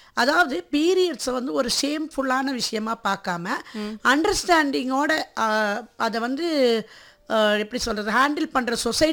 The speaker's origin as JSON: {"language": "Tamil", "town": "Coimbatore", "region": "Tamil Nadu", "country": "India", "tie": "born or raised there", "said": "நான் கோயம்புத்தூர்லேயே பிறந்து வளர்ந்தது."}